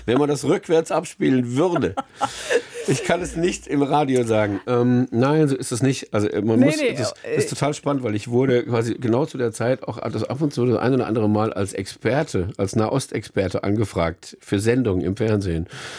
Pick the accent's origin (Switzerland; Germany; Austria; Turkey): Germany; Mannheim, Baden-Württemberg; also born or lived in Karlsruhe; ich bin in Karlsruhe geboren. Ich bin in Mannheim zur Schule gegangen.